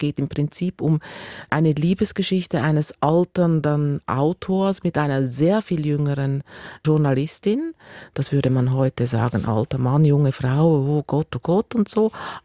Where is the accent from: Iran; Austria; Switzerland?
Switzerland; accent: Swiss; Ich bin Schweizerin, wie man hört